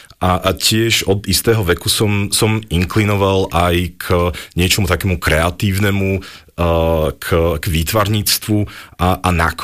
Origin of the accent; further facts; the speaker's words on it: Košice, Košice Region, Slovakia; now in Bratislava, Slovakia; pochádzam z východného Slovenska, konkrétne z Košíc a okolia.